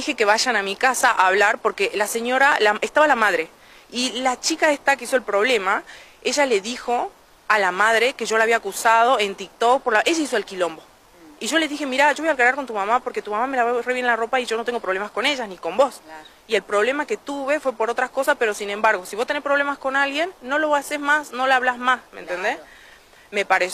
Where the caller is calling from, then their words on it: Las Heras, Argentina; Estoy viviendo ahí en Las Heras.